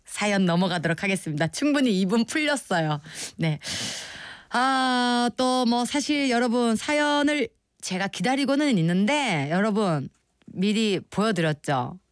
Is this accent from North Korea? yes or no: no; Busan, South Korea; moved away; 제가 또 부산 교포잖아요, 여러분.